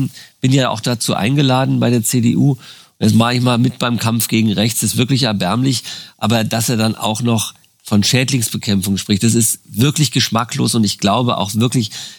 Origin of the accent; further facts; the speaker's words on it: Berlin, Germany; Als Berliner sind wir uns auch vertraut